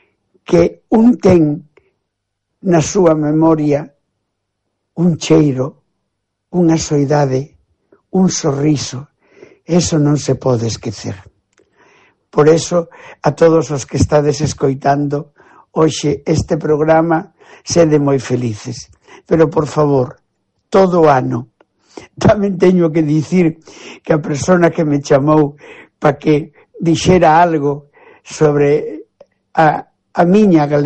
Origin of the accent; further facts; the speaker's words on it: Galicia, Spain; moved away; Pareceme moi bonito, pero eu, dende lonxe da terra, sempre penso que son galego todo o ano.